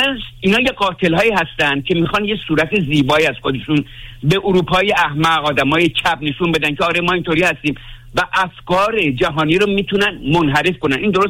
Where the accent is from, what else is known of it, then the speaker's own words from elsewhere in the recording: Iran; من واقعا به عنوان یه ایرانی